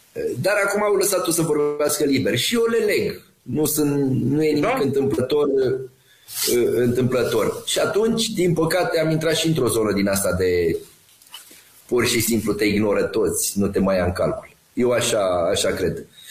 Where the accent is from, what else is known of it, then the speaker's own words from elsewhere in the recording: Romania; Eu ca român am totuși o mândrie românească.